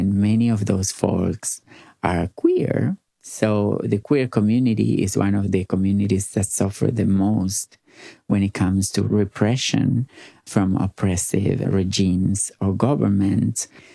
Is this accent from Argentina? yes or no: yes; Gálvez, Santa Fe, Argentina; English is a second language; You love to talk about my hometown. I was born in Ciudad de Galvez. Most people live from agriculture. The town is very little and everybody knows you